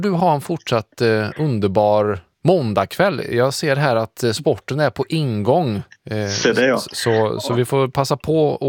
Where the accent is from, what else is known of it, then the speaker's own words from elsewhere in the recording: Värmland, Sweden; för jag har vuxit upp i Värmland, mitt i alltså